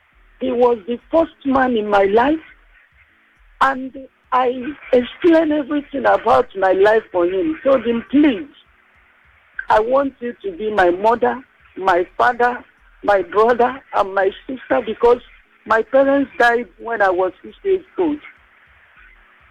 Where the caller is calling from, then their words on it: Lagos, Nigeria; I'm calling you from Oshodi.